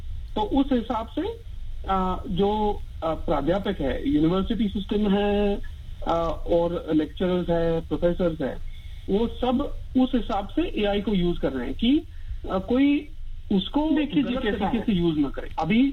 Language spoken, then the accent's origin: Hindi; Pune, Maharashtra, India; moved away as an adult; now in Australia